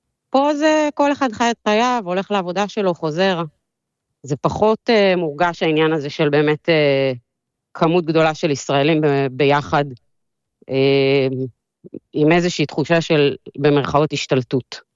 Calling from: Bangkok, Thailand; אנחנו גרים באיזושהי שכונה שהיא מחוץ, קצת במרחק של איזה 40 דקות נסיעה ממרכז העיר.

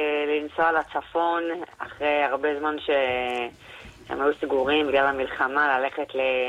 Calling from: Yavne, Central District, Israel; אני גרה ביבנה, נשואה עם 3 ילדים.

